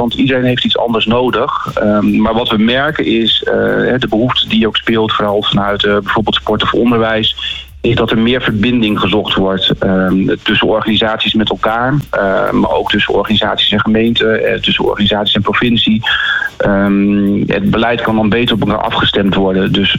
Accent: Groningen, Netherlands; also born or lived in Friesland; now in Utrecht, Netherlands; Mijn wieg die stond in Friesland, maar mijn hart ligt in Groningen. Ik ben hier volwassen geworden

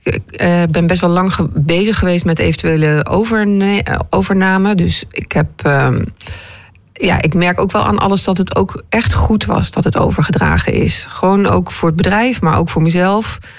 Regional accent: Arnhem, Gelderland, Netherlands; born there; Maar ik ben in Arnhem geboren

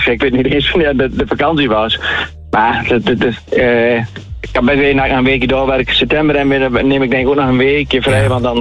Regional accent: Netherlands; now in Elim, Netherlands; ik kom oorspronkelijk zelf uit de Krim.

